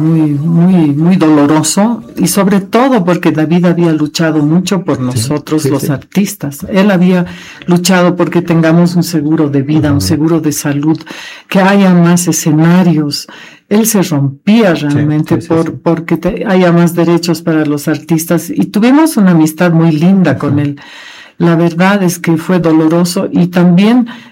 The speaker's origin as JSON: {"language": "Spanish", "country": "Bolivia", "tie": "born there", "also_born_or_lived": "Germany", "said": "Donde no sabían si era alemana o era boliviana, pero ahora sé que soy alemana boliviana."}